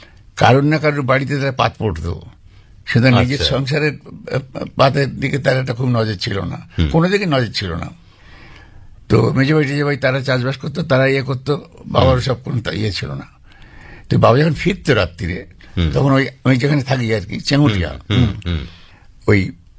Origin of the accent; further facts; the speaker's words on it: Kolkata, West Bengal, India; born there; also born or lived in Jessore, Bangladesh; তো আমার জন্ম হয়েছিল বেলেঘাটায়, বাপের বাড়ি ছিল যশোরে গোপের ঘাটে।